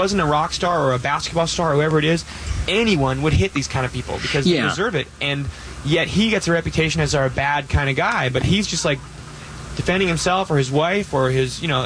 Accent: Oakland, California, United States; I grew up in Oakland

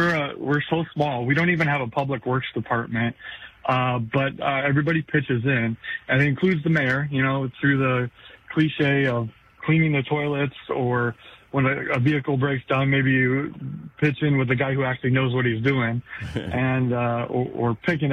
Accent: Tolono, Illinois, United States; moved away as an adult; also born or lived in North Carolina; now in Sadorus, United States; I grew up north of Tolono.

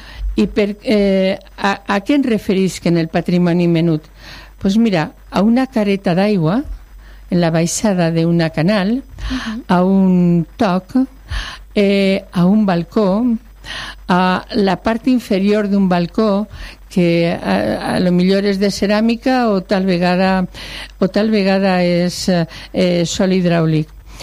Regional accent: Albaida, Valencian Community, Spain; sempre ha sigut de Albaida, exceptuant els expòsits que vaig passar a la vall, sempre m'he quedat en el meu poble, d'ahí que tinga

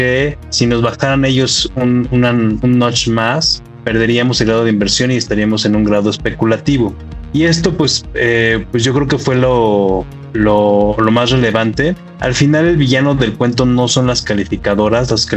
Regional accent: Mexico

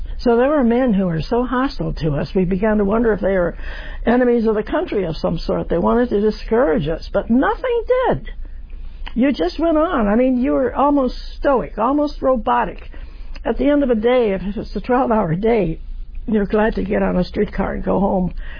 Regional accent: West Virginia, United States; born there; And I said, well, I was born in West Virginia

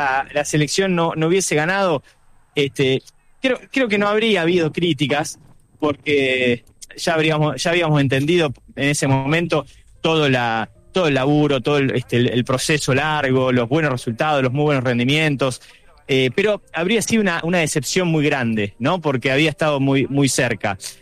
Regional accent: Argentina

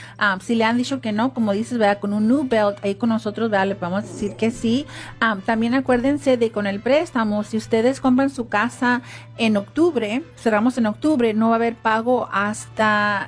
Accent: Riverside, California, United States; Yo crecí en California, Juan.

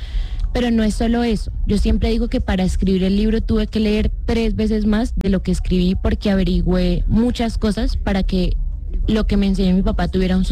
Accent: Bucaramanga, Santander, Colombia; now in Bogotá, Colombia; Yo soy de Bucaramanga.

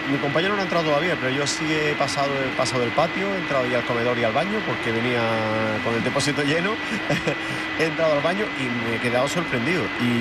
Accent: Andalusia, Spain; darme descansar media horita, echar una siesta, como buen andaluz, y bajar al centro a tomar unos pinchos.

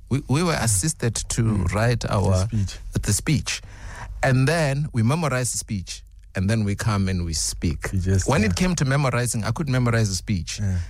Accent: Zebediela, Limpopo, South Africa; Like, I came from Zibidiela, man. Like, the only Zulu word I knew was Sawubona.

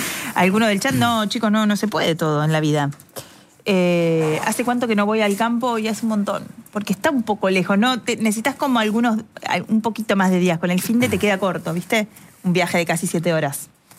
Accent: La Dulce, Buenos Aires Province, Argentina; born there; moved away; Es lo que pasó en mi pueblo, en La Dulce, hoy a la mañana.

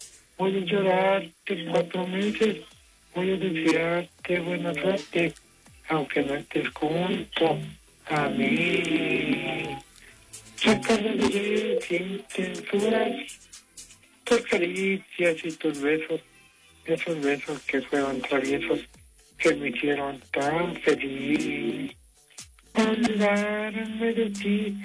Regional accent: Lagunillas, Michoacán, Mexico; Yo soy de Lagunillas, de Lagunilla.

